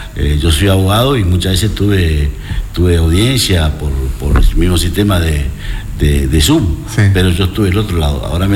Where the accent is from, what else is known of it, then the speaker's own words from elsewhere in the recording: Santa Silvina, Chaco, Argentina; Yo soy de Santa Silvina y me acuerdo cuando yo era, tenía 13, 14 años